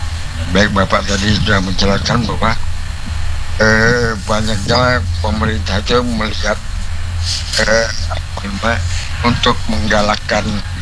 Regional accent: Samarinda, East Kalimantan, Indonesia; born there; also born or lived in Java; now in Samarinda, Indonesia; Dulu saya asli orang Samarinda, orang Kaking, tapi saya lama di Jawa Pak.

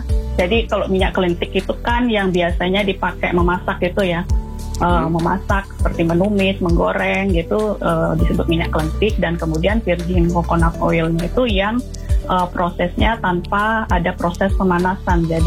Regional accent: Bali, Indonesia; karena saya kan orang Bali gitu ya.

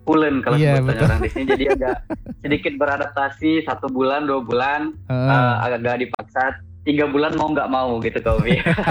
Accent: Bukittinggi, West Sumatra, Indonesia; moved away as an adult; now in Lampung, Indonesia; sudah masuk 2 tahun nggak pulang kampung ke Bukit Tinggi, kota saya.

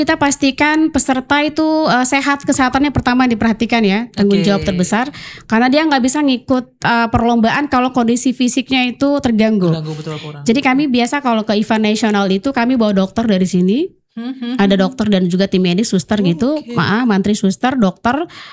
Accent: Papua, Indonesia; Iya saya orang Papua.

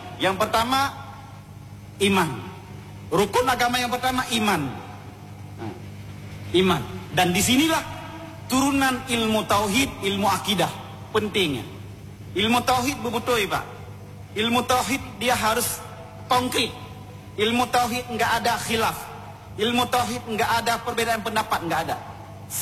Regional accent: Aceh, Indonesia; lebih-lebih kita orang Aceh harus mempelajari

